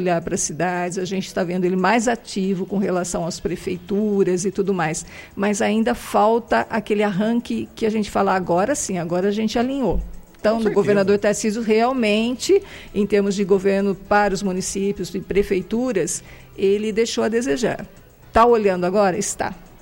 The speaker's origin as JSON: {"language": "Portuguese", "town": "Cordeirópolis", "region": "São Paulo", "country": "Brazil", "said": "que eu sou de Cordeirópolis, e Cordeirópolis precisa de ajuda."}